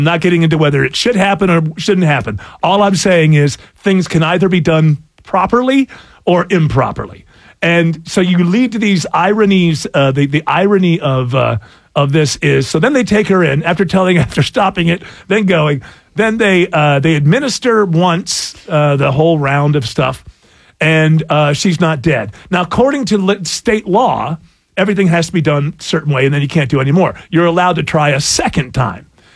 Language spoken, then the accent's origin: English; England, United Kingdom; I'm English